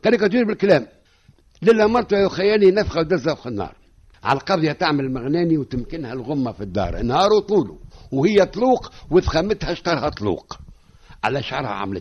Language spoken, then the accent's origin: Arabic; Tunisia; عندنا في تونس